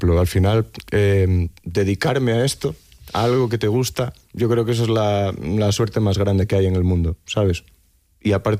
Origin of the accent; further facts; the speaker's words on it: Galicia, Spain; el próximo concierto que tengo es en Tui, que además me hace mucha ilusión, en Galicia, en mi tierra